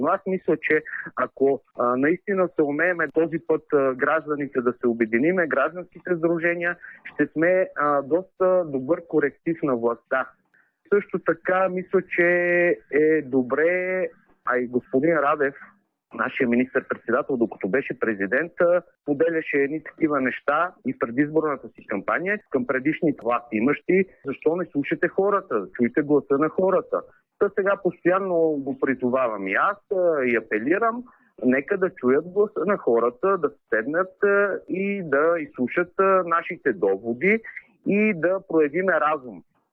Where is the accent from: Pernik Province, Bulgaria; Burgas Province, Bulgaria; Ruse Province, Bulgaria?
Pernik Province, Bulgaria; Pernik; от Перник съм